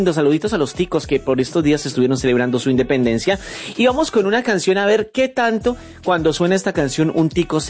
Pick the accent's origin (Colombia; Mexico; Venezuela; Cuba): Colombia; moved away; el aroma de mi tierra, de mi Colombia, es el cafecito de la mañana